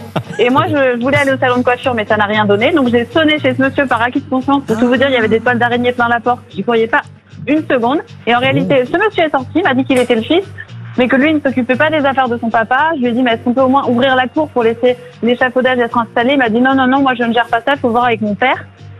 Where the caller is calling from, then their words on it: Albi, Occitanie, France; moi, je suis à Albi.